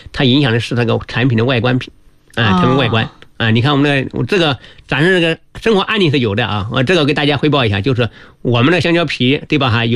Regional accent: Hubei, China; moved away; 因为我老家是湖北的，我们湖北的种的都是山药

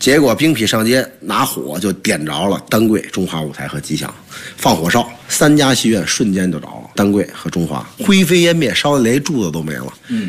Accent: Beijing, China; 因为我从小我出生在朝阳门那小街儿，就在朝南宫酱油胡同

